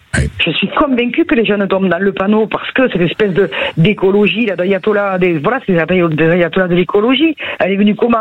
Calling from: France

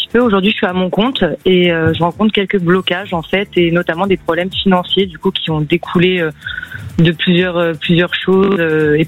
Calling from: Paris, Île-de-France, France; De Paris.

